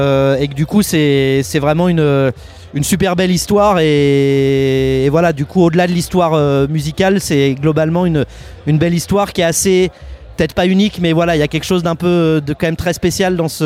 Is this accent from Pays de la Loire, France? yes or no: no; Chartres, Centre-Val de Loire, France; On est originaire de Chartres, donc Chartres. Et donc notre QG, c'est Chartres, on va dire.